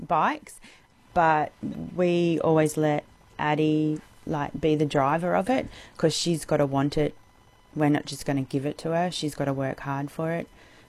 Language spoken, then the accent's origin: English; East Coast, Australia; now in Geraldton, Australia; we're originally from the East Coast, so moving back home isn't as difficult.